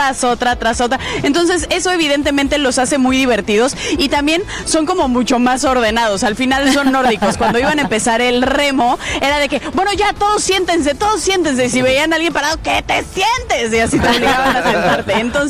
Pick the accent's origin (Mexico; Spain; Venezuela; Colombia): Mexico; los mexicanos sí somos la fiesta